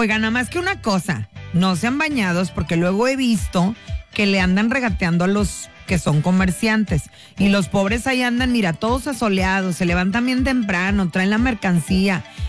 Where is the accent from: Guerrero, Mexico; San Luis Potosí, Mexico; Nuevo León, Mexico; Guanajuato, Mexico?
San Luis Potosí, Mexico; Ciudad Valles; moved away; ¡Ay, un Zacahuil de mi tierra hermosa, preciosa! Si yo no voy a Valles, Valles viene a mí.